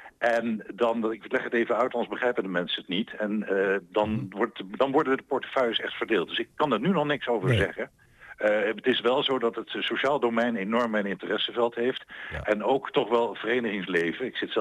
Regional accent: Rotterdam, South Holland, Netherlands; moved away as an adult; also born or lived in Groningen; now in Wapenveld, Netherlands; Ja, ik ben Rotterdammer. Ik zei altijd, ik ben geboren getogen en niet afgetuigd daar. Maar ik heb niets met grote steden.

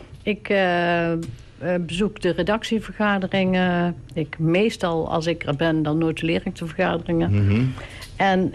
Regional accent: Haps, North Brabant, Netherlands; now in Wanroij, Netherlands; Ik woon tegenwoordig in Wangrooge. Ik kom oorspronkelijk uit Haps.

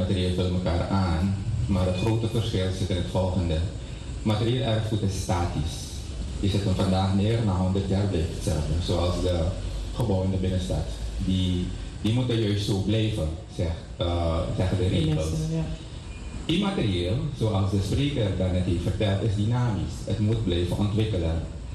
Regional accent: Suriname

